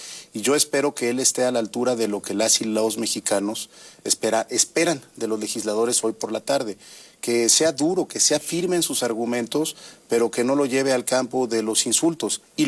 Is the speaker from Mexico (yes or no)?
yes; Oaxaca, Mexico; Yo soy oaxaqueño, mi padre oaxaqueño, mi abuelo oaxaqueño.